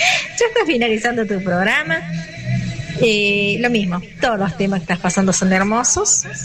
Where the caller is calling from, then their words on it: Valle Viejo, Catamarca, Argentina; de Valle Viejo, Catamarca.